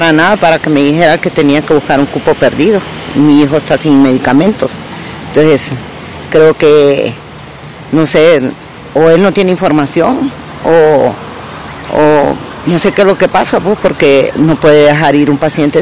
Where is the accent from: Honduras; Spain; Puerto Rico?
Honduras; Tegucigalpa, Francisco Morazán; Sí, vengo de Tegucigalpa.